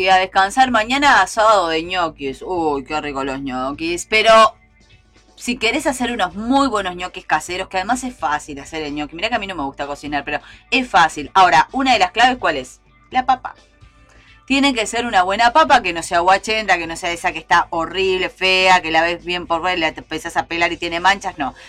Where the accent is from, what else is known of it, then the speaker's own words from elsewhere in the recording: Canelones, Uruguay; Somos canarios, somos la radio de El Prado. Siempre nuestro objetivo fue mostrarte el Prado con ojos canarios.